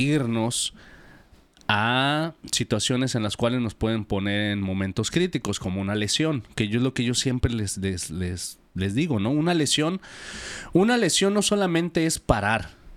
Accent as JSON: {"language": "Spanish", "country": "Mexico", "said": "Nuestra sociedad como mexicanos"}